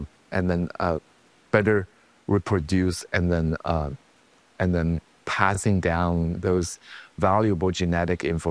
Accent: Southwest China, China; So I grew up in Southwest China. I was born in a city not directly inside the panda habitat, but maybe a couple hours away by train.

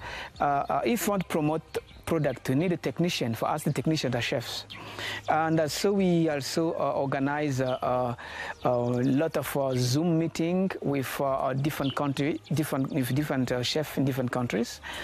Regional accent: Germany; born or raised there

